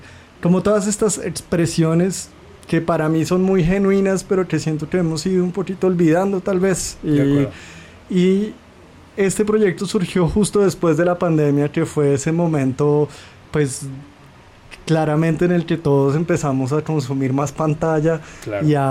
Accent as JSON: {"language": "Spanish", "country": "Colombia", "tie": "born or raised there", "also_born_or_lived": "Belgium", "moved": "yes", "lives_now": "Mexico City, Mexico", "said": "Crecí en Colombia, después viví en Bélgica muchos años"}